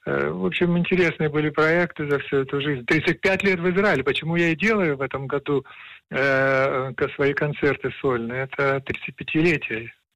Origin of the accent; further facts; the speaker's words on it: Ukraine; Я сам с Украины.